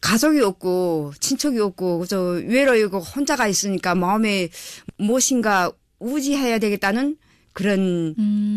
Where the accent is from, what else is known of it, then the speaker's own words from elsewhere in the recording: North Korea; 우리도 같은 탈북자이고 같은 이방민인데